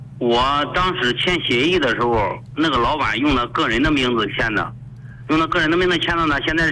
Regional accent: Henan, China; now in Jining, China; 我的老家是河南的

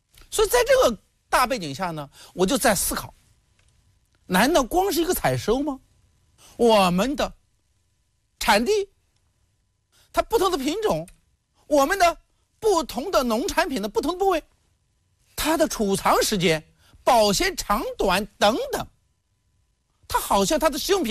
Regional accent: northern China, China; 我是北方人

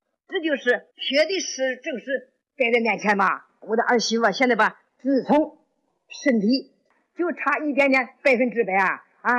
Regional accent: Anhui, China; now in Mudanjiang, China; 我老家是安徽的，现在我家住在黑龙江省牡丹江市爱民区。

